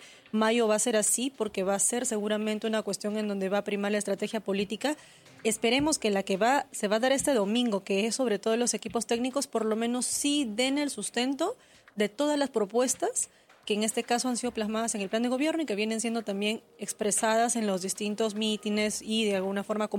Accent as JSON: {"language": "Spanish", "country": "Peru", "said": "como peruanos todos podemos identificarnos, mañana nos ponemos el chuno, nos identificamos, en general somos peruanos."}